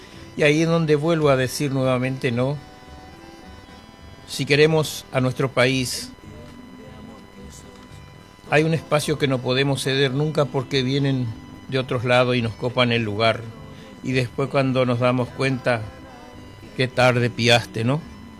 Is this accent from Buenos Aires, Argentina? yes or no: yes; Buenos Aires, Argentina; also born or lived in Chaco; now in Ushuaia, Argentina; mi padre era correntino, yo soy chaqueño. Y por supuesto, criado en Buenos Aires, o mal criado en Buenos Aires, ¿no? Y bien criado acá en Ushuaia, por supuesto, gracias a Dios.